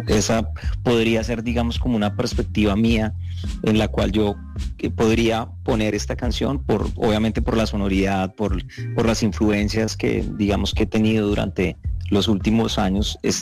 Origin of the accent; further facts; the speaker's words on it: Santander, Colombia; also born or lived in Boyacá; un homenaje que yo le quise hacer a Colombia, a las montañas de Santander y de Boyacá, que es de donde vengo yo.